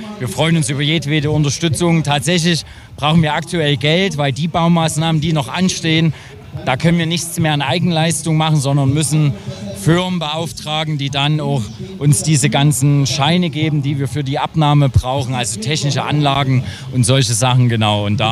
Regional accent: Grimma, Saxony, Germany; Also in meiner Jugend war in Grimma durchaus noch sehr viel

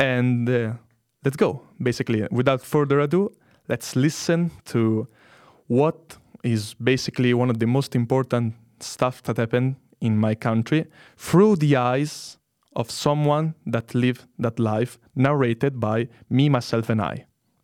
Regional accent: Italy; moved away; I come from Italy

